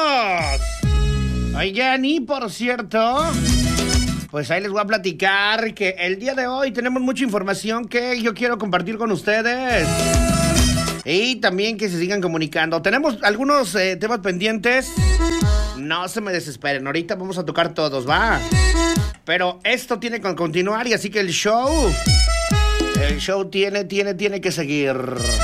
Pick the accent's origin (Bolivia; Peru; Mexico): Mexico; como yo soy bien mexicano